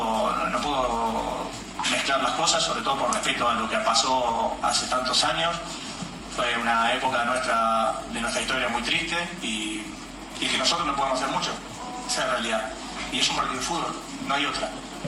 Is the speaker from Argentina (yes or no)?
yes; Argentina; Ahora que nosotros, como argentinos, tengamos memoria a esa gente que fue ahí